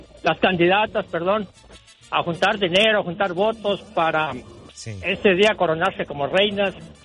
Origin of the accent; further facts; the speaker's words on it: El Tulillo, Jalisco, Mexico; les comento que yo soy de allá de un pueblito que se llama El Tulillo, Jalisco, al sur de Jalisco.